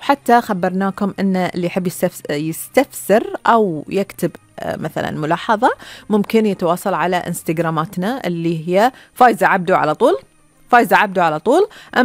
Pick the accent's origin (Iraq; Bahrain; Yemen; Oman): Bahrain; البحرين ديرتنا